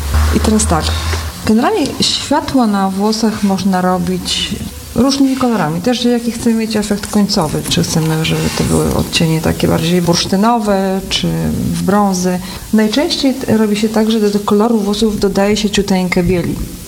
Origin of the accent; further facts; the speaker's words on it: Sędziszów Małopolski, Subcarpathian Voivodeship, Poland; jestem sędziszowa Małopolskiego spod Rzeszowa.